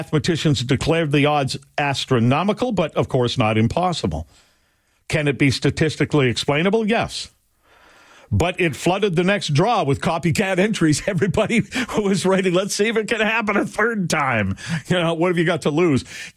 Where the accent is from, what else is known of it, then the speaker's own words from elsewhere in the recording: Gilbert Plains, Manitoba, Canada; also born or lived in Grandview; I always say that I'm from Gilbert Plains, Manitoba, but I wasn't born there. I was born in a town down the road in Manitoba, not far away, called Grandview, Manitoba.